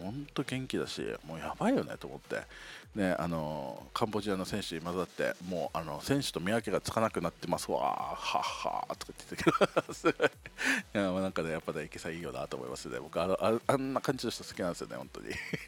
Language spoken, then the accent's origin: Japanese; Okinawa, Japan; born or raised there